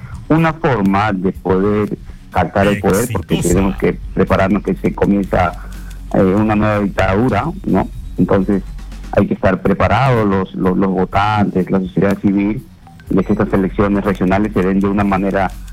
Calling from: Pisco, Ica, Peru; Le hablo de Pisco, Paracas.

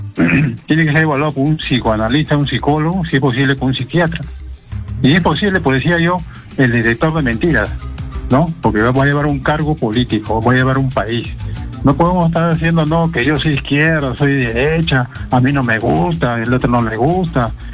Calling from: Lima, Peru; de Surquillo

